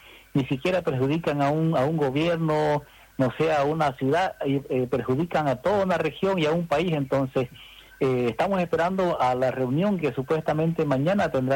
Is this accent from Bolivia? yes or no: yes; Bolivia